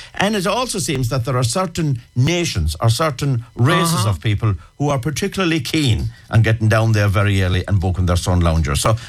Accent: Ireland

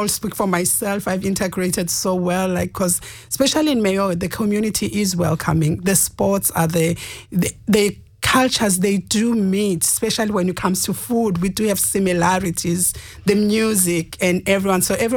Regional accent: South Africa; now in Ireland; I came from South Africa.

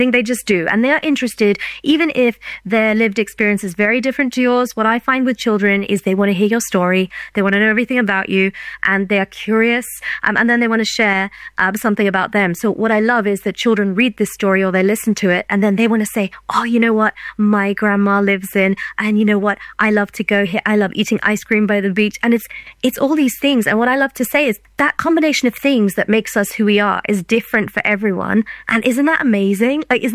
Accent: England, United Kingdom; born there; I was born in England, but we're very much rooted to India. We're very proud of our heritage, but both places are home

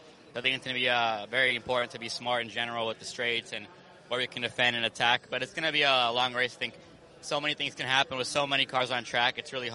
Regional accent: Brazil; we're from Brazil. It's what we're used to, running in the heat

